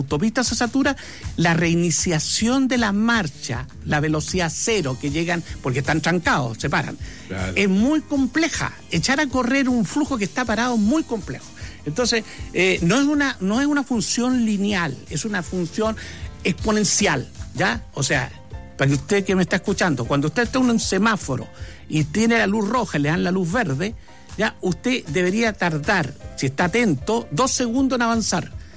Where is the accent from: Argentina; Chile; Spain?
Chile